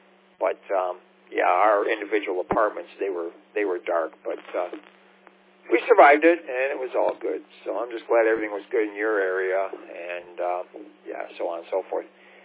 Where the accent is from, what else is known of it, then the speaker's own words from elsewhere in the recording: St. Clair Shores, Michigan, United States; Shores being my hometown